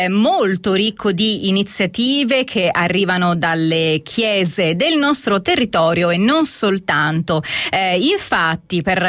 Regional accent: Calabria, Italy; moved away; Io sono calabrese, scusatemi, purtroppo ho un limite per quanto riguarda questi tipi di pronunce.

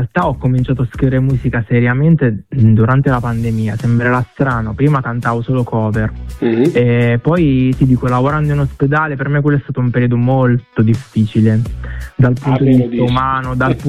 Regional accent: Vittoria, Sicily, Italy; now in Perugia, Italy; Siciliano, sì, sono di Ragusa, della provincia di Ragusa, di Vittoria.

